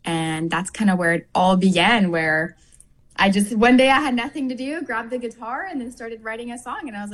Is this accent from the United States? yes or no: no; Canada; I mean, I'm French Canadian